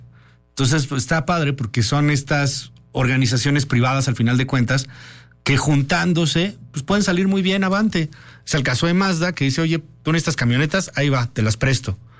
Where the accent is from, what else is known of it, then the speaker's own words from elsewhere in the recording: Mexico; Somos mexicanos comodinos, que mientras no nos toque uno que México rueda y arda.